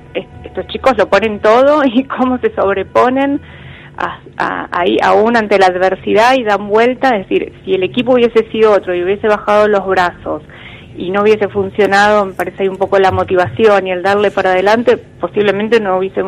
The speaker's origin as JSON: {"language": "Spanish", "country": "Argentina", "said": "nos sigue identificando como argentinos"}